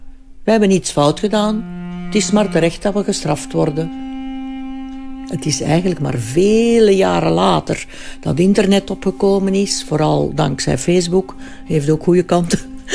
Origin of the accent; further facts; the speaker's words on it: Flanders, Belgium; En wij zijn ook Vlamingen.